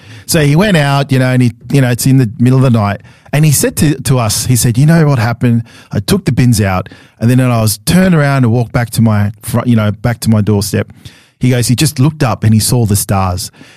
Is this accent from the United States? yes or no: no; Sydney, New South Wales, Australia; because I grew up in Sydney, went to primary school Sydney